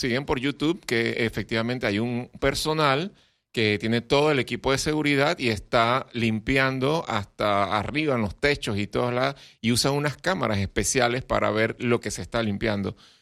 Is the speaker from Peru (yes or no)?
no; Panama; eso que somos, panameños, solidarios, buena gente.